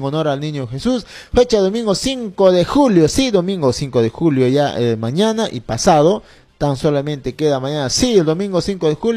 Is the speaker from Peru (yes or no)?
yes; Ricrán, Junín, Peru; moved away; un saludito para mi pueblo querido, mi pueblo añorado, que es el distrito de Reicrán, provincia de Jauja